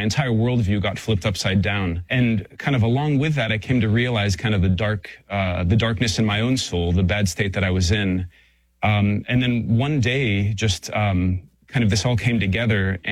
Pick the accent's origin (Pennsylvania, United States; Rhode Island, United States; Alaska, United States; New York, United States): Pennsylvania, United States; Pittsburgh; also born or lived in Saudi Arabia; And then when I was eight, we moved to Pittsburgh, Pennsylvania. And so I grew up in Pittsburgh, had a really good childhood and a loving family.